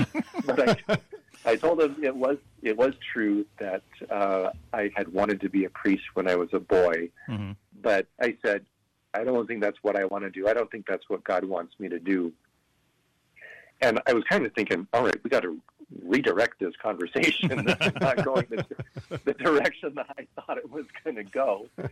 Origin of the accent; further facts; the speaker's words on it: Pasco, Washington, United States; I was born and raised in Pasco, Washington, and so I grew up in St. Patrick Parish, which is now the largest parish in the diocese. I'm the youngest of seven